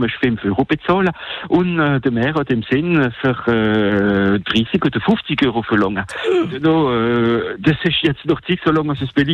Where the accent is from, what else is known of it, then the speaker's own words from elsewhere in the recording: Grand Est, France; German is a second language; zum Beispiel bei unserer Nachbarn in Deutschland oder in der Schweiz oder bei uns im Elsass.